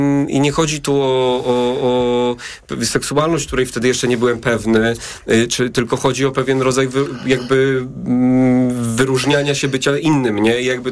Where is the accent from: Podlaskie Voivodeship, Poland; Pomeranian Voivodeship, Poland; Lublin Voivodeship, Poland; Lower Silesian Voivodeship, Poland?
Lublin Voivodeship, Poland; Kazimierz Dolny; also born or lived in London; now in Warsaw, Poland; wychowywałem się jakby na prowincji lubelskiej, wspaniałej.